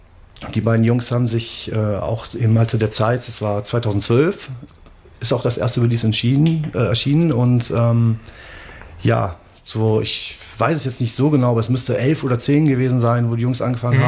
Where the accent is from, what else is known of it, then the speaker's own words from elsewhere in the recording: North Rhine-Westphalia, Germany; Im Bergischen, da bin ich groß geworden.